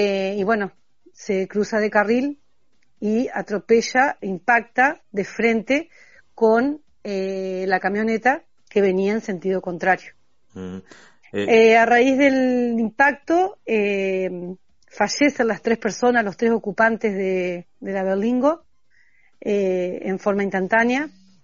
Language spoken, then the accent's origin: Spanish; Urdinarrain, Entre Ríos, Argentina; la ciudad de ustedes, que también es mía, porque yo soy oriunda de Urdinarrain